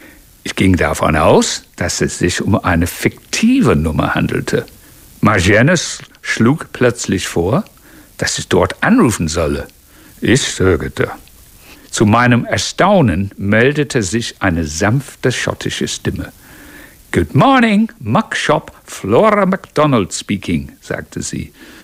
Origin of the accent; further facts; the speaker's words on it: Bridgwater, South West England, United Kingdom; German is a second language; moved away as an adult; now in Germany; Es fängt an mit meiner Kindheit, wo ich geboren bin, in Bridgewater, kennt kein Mensch, ist in der Nähe vom Rosamunde-Pilcher-Country. Und dann meine Jugendzeit, meine Militärzeit und dann meine Ankunft in Deutschland als Zivilist